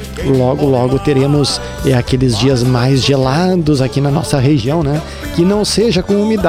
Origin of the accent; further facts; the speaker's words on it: Rio Grande do Sul, Brazil; Estamos aqui no Rio Grande do Sul, somos gaúcho, já estamos acostumados com essas intempéries